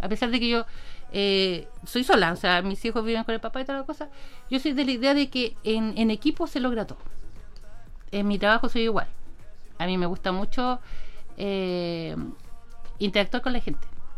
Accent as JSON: {"language": "Spanish", "town": "Puente Alto", "region": "Santiago Metropolitan Region", "country": "Chile", "moved": "yes", "said": "yo soy de Puente Alto, yo cuando llegué acá hace como 15 años"}